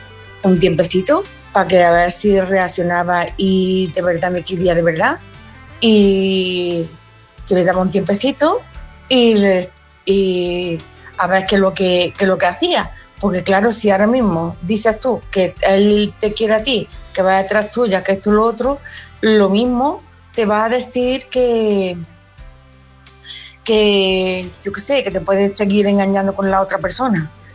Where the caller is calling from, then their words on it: Córdoba, Andalusia, Spain; de Córdoba capital.